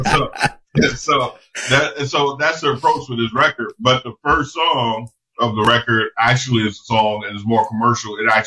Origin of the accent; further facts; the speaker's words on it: Memphis, Tennessee, United States; now in Los Angeles, United States; I tell people, like, L.A. is where I live, but Memphis is where the music comes from. My answer is always, I'm from Memphis.